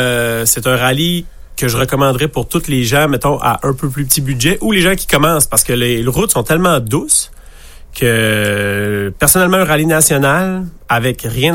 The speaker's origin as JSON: {"language": "French", "region": "Quebec", "country": "Canada", "said": "moi, je viens de la Gaspésie, on est venu ici."}